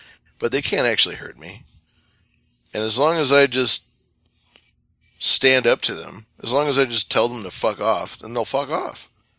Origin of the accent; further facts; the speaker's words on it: California, United States; born or raised there